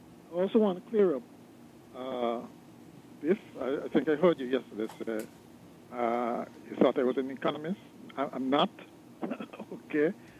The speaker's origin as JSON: {"language": "English", "town": "St. Johnston's Village", "country": "St. Kitts & Nevis", "tie": "born there", "said": "I was born in St. Johnson's Village."}